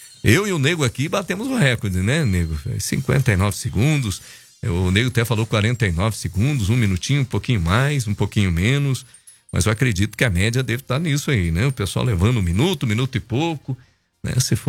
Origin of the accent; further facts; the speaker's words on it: Brazil; e nós somos brasileiros